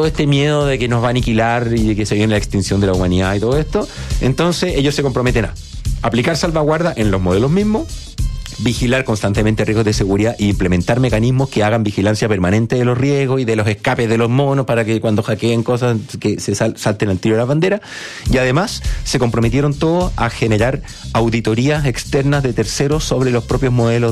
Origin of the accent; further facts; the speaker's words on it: Chile; Sí, pero somos chilenos, tenemos un negocio aquí en Chile, tenemos el mercado en Chile.